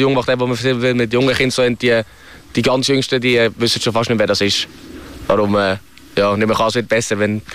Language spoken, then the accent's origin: German; Lucerne, Switzerland; Und ich komme aus Buri.